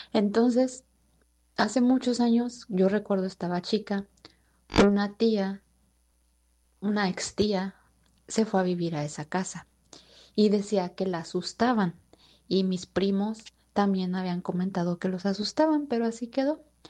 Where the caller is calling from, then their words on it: Michoacán, Mexico; Yo soy de Michoacán.